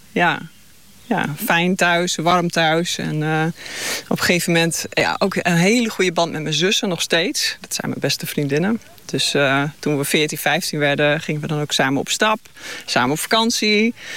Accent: Leeuwarden, Friesland, Netherlands; Leeuwarden. Leeuwarden. Geboren toch in Huzum.

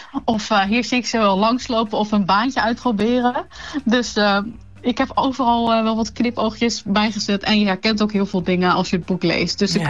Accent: Leeuwarden, Friesland, Netherlands; ik ben zelf net verhuisd uit Leeuwarden, maar ik kom uit Leeuwarden en ik heb lang in de binnenstad gewoond.

